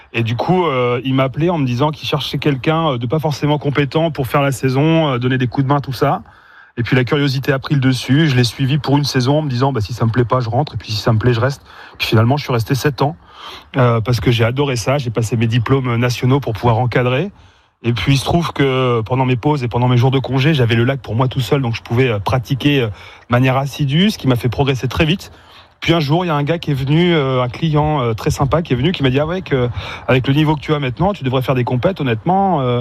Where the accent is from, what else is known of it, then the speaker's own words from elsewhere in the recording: Fresnay-sur-Chédouet, Pays de la Loire, France; je suis originaire plutôt du nord de la Sarthe, la Fresnay-sur-Chédouet, si vous connaissez